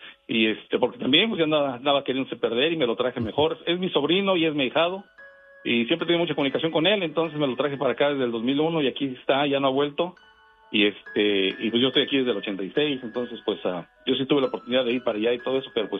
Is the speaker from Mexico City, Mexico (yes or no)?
yes; Mexico City, Mexico; pues, imagínate, ahí crecimos en La Lagunilla, sabes, atrás Tepito, Tlatelolco, Peralvillo, La Guerrero.